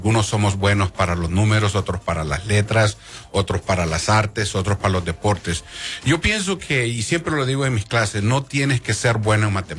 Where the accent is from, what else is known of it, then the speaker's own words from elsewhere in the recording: Honduras; moved away as an adult; now in Albuquerque, United States; Yo soy de Honduras, vine aquí, no hablaba inglés